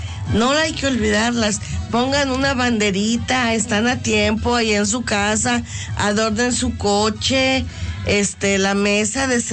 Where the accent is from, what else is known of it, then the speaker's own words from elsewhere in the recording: Puebla, Mexico; somos mexicanos, somos poblanos